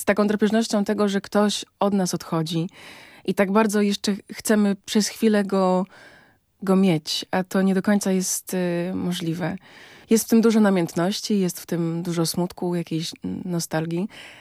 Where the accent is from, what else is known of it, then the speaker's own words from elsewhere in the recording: Szamotuły, Greater Poland Voivodeship, Poland; Ja jestem z Szamotu, z Wielkopolski.